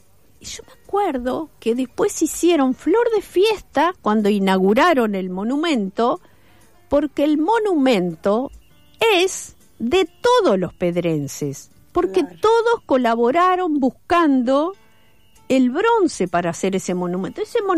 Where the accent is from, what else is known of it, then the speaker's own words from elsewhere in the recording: Las Piedras, Canelones, Uruguay; yo soy de Las Piedras.